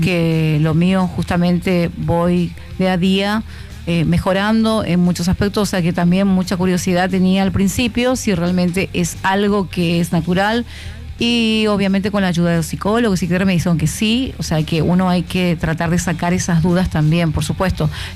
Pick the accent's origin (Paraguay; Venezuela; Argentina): Paraguay; San Roque González de Santa Cruz, Paraguarí; Yo nací en San Roque González de Santa Cruz.